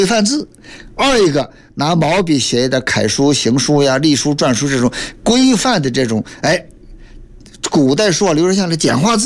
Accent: Xi'an, Shaanxi, China; 我的老家在西安

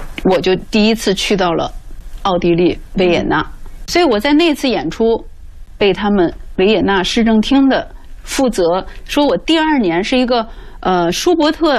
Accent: China; 但是还是我们中国人。

